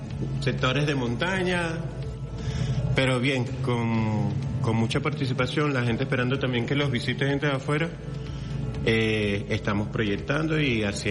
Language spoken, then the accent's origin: Spanish; La Vega, Venezuela; Sí, yo soy de La Vega.